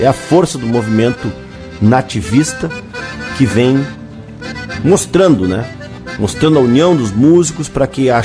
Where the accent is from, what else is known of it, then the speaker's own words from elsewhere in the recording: Uruguaiana, Rio Grande do Sul, Brazil; Final da 35ª Califórnia da Canção está confirmada, de 6 a 9 de dezembro, lá na minha cidade, Uruguaiana.